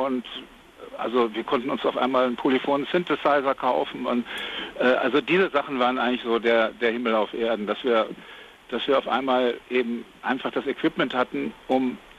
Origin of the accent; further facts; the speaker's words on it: North Rhine-Westphalia, Germany; Naja, also wir kommen eigentlich alle drei aus Ostwestfalen und sind ziemlich geerdet